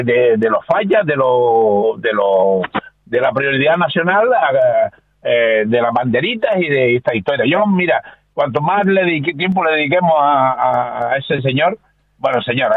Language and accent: Spanish; Canary Islands, Spain; los canarios no somos esto, los canarios siempre hemos sido solidarios y hemos sido humanitarios sobre todo